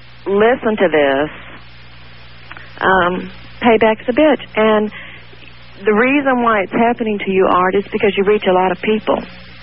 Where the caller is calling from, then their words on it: Houston, Texas, United States; Houston, Texas.